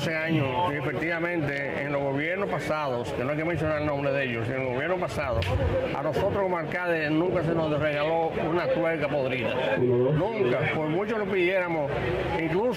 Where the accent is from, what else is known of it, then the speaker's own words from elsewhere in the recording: Dominican Republic; Nosotros, como como dominicano